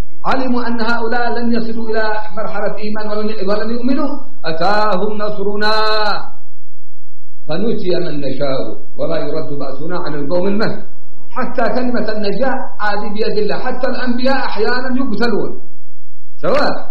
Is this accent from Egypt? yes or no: no; Yemen; عندنا في اليمن